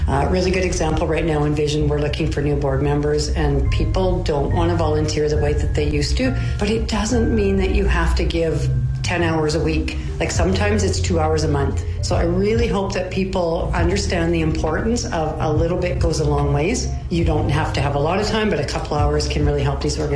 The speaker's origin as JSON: {"language": "English", "town": "Estevan", "region": "Saskatchewan", "country": "Canada", "moved": "as an adult", "said": "I was from Estevan, and I left for about 10 years."}